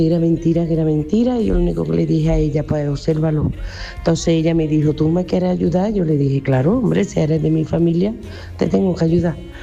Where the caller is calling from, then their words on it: Córdoba, Andalusia, Spain; Buenas tardes … de Córdoba